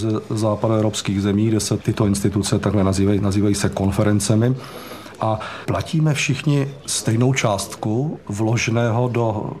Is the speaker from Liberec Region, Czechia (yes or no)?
no; Teplice, Ústí nad Labem Region, Czechia; born there; moved away as an adult; now in Prague, Czechia; Já jsem se narodil v Teplicích, v Praze jsem od roku 66, kdy jsem přišel na studia a už jsem se z Prahy od té doby nikam neodstěhoval.